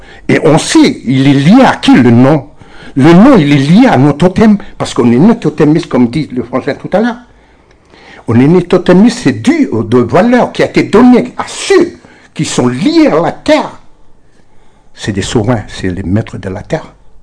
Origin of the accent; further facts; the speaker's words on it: New Caledonia; ça fait 173 ans qu'on est là, on sait très bien qu'on est, comme on appelle, on est des Kanaks, on n'est pas des Français.